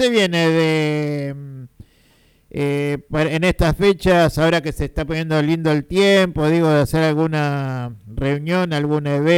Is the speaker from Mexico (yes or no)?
no; Argentina; Si nosotros somos argentinos.